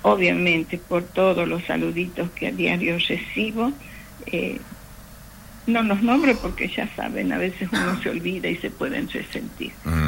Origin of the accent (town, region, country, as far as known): Argentina